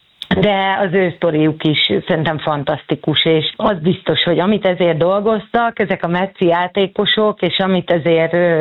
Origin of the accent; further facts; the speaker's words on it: Hungary; mert természetesen magyarként annak örültünk volna, hogyha Győr nyeri ezt a Bajnokok Ligáját